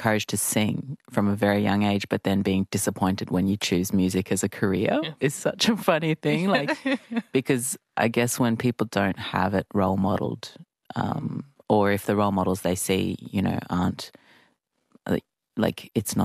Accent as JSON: {"language": "English", "town": "Townsville", "region": "Queensland", "country": "Australia", "tie": "born or raised there", "said": "I was born in Townsville and grew up there"}